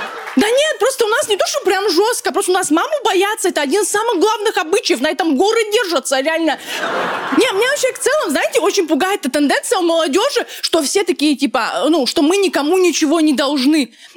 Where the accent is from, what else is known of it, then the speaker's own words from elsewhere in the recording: Dagestan, Russia; я человек из Дагестана